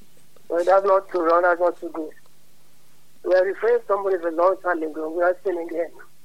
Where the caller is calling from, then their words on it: Calabar, Cross River, Nigeria; Calling from Calabar.